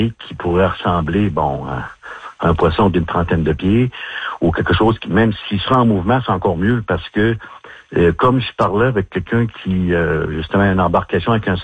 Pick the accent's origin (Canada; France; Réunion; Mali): Canada; Quebec; moi je viens pas de Ponigamook en passant, je viens de la Côte-Nord.